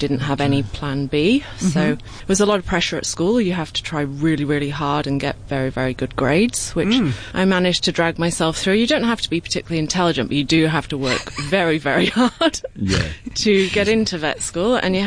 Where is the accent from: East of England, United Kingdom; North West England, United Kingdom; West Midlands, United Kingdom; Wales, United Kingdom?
Wales, United Kingdom; accent: Welsh; moved away as an adult; also born or lived in London; I'm from South Wales originally. So I went to university in London, where my Welsh accent was bullied out of me.